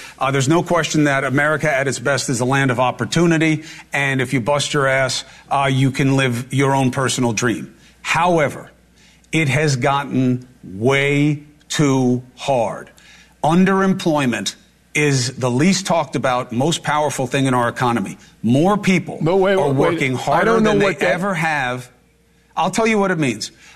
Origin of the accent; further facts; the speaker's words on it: New York City, New York, United States; When you and I grew up in Queens, Bill, one middle-class income was enough for a whole family